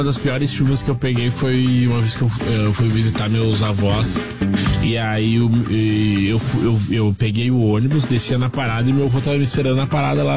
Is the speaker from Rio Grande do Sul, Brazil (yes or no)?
yes; Alvorada, Rio Grande do Sul, Brazil; E olha que eu sou de Alvorada.